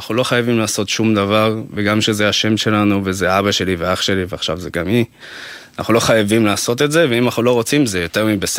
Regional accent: Ramat Gan, Tel Aviv District, Israel; גדלתי ברמת גן

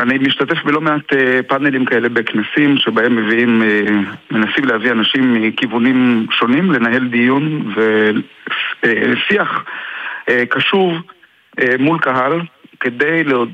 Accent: Jerusalem, Jerusalem District, Israel; moved away; אני נולדתי בירושלים וגדלתי בירושלים.

